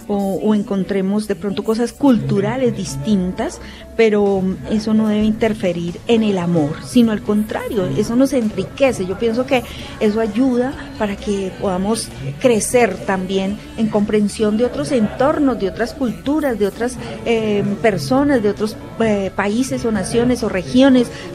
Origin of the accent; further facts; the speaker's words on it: Fusagasugá, Cundinamarca, Colombia; Soy de Fusa de Azugá, pues de aquí